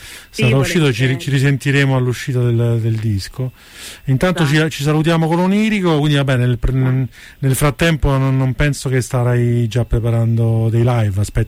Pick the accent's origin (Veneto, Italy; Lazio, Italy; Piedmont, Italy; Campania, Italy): Lazio, Italy; Rome; non lo dico da romano